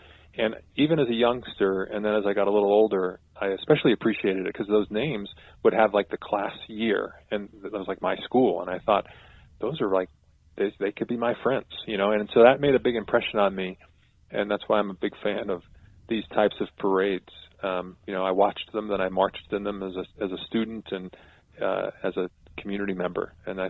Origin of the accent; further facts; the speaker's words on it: Long Island, New York, United States; I grew up on Long Island and in New York, and we had a little small town